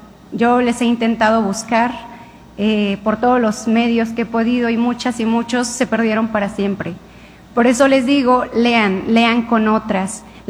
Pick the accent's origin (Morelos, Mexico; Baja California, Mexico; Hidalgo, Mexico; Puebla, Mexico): Baja California, Mexico; San Quintín; also born or lived in Oaxaca; Yo nací en la Mixteca de Oaxaca, pero me tocó crecer en el Valle de San Quintín, que hoy día sigue siendo un valle mayoritariamente agrícola